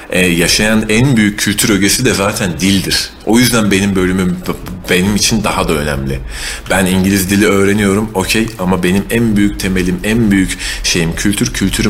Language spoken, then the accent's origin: Turkish; Yozgat, Turkey; Hayır biz Türk'üz. Biz bu kültürün çocuklarıyız. Ben Yozgatlıyım bunu reddedemem.